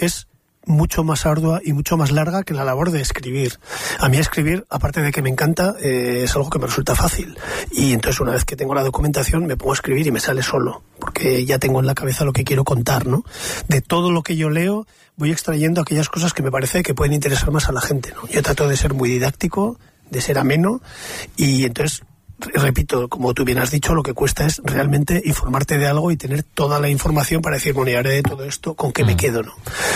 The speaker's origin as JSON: {"language": "Spanish", "town": "Pamplona", "region": "Navarre", "country": "Spain", "said": "Salimos fuera de Navarra y a cualquier sitio que vamos enseguida dices, es que somos de Pamplona."}